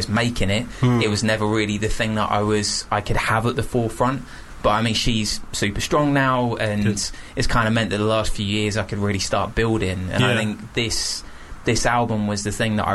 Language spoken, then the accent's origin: English; Bristol, South West England, United Kingdom; Bristol. Yeah.